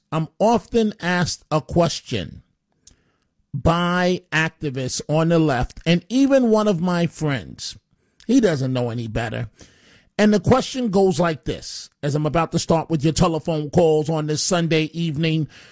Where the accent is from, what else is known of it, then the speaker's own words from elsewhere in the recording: United States; I am an American first who happens to be a man of color.